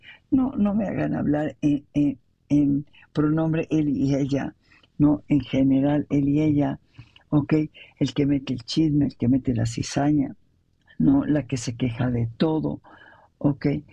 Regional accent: Mexico; Nos dividieron como mexicanos

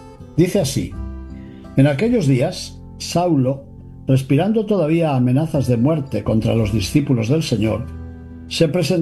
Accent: León, Castile and León, Spain; sacerdote de la diócesis de León en España, y hoy les estoy hablando precisamente desde mi ciudad natal, de León, donde nací y donde fui ordenado sacerdote.

